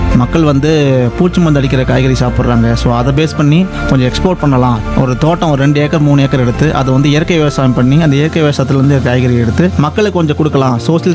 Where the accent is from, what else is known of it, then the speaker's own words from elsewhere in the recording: Salem, Tamil Nadu, India; என்னோட சொந்த ஊர் வந்து சேலம் மாவட்டம்.